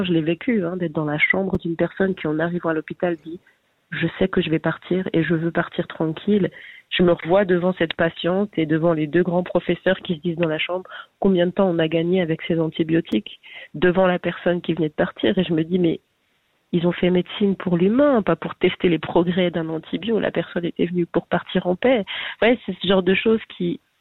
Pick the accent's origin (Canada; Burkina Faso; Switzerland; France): Switzerland; je suis suissesse